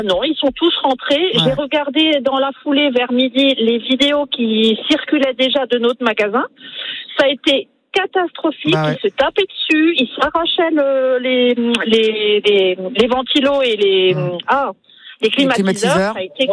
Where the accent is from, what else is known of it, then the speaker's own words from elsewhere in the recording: Wittenheim, Grand Est, France; Alors, je suis, on est de Wittenheim, mais on est sur la route pour partir en vacances une semaine.